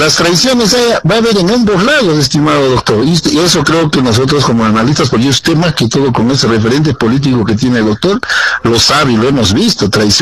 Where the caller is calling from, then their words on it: Juli, Puno, Peru; De Juli, Puno, Perú